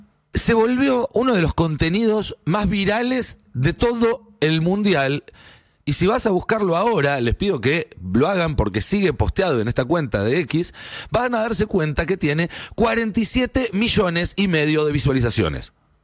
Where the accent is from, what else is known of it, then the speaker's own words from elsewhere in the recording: Argentina; No somos Occidente, somos Argentina.